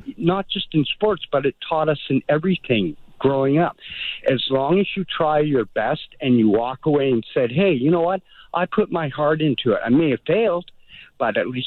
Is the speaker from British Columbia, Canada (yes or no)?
yes; Victoria, British Columbia, Canada; growing up in Victoria at Colquitt Middle School